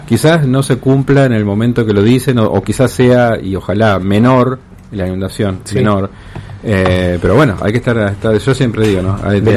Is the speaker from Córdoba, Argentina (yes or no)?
no; Santa Fe, Argentina; Así como los santafesinos sabemos de que si bien la inundación es un evento natural